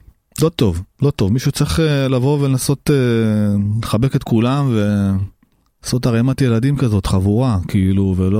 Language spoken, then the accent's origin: Hebrew; Tel Aviv, Tel Aviv District, Israel; בכל זאת, אנחנו נולדנו פה, זה, אני מכיר כל רחוב וכל סמטה בתל אביב, תל אביב מבחינתי זו העיר הכי מדהימה בעולם.